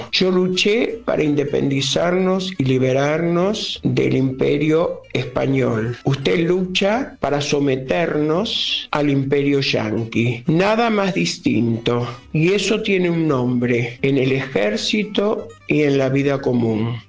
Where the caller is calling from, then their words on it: Floresta, Buenos Aires, Argentina; de Floresta.